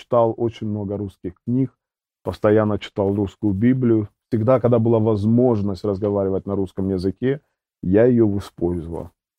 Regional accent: Mariupol, Donetsk Oblast, Ukraine; Родился я на Украине, город Мариуполь. Наверное, будет даже точнее сказать Донецкая область.

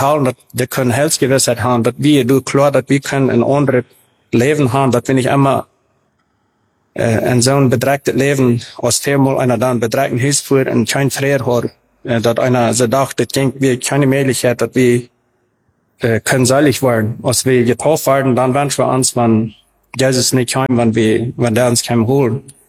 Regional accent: Paraguay; German is a second language; also born or lived in Mexico; Ich bin in Mexiko geboren und in diesem 1973, meine Eltern traten in Paraguay, als ich ein Jahr wie, mit etwa ein Jahr. Da sind ich dann die meiste Zeit abgewachsen.

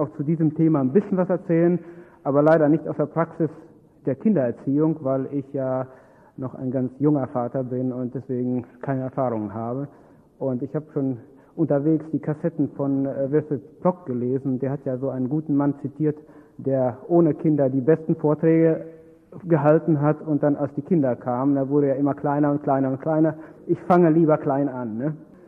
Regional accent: Detmold, North Rhine-Westphalia, Germany; Manche Leute kennen mich vielleicht sogar. Einzelne. Ich komme aus Detmold, wohne da auch

